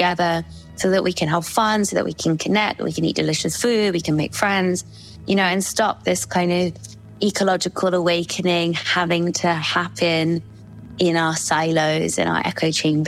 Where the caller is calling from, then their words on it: South East England, United Kingdom; I am tuning in from West Sussex in the UK, kind of southwest of the UK.